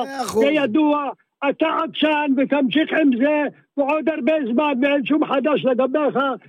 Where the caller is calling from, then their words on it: Northern Israel, Israel; אתה מדבר עם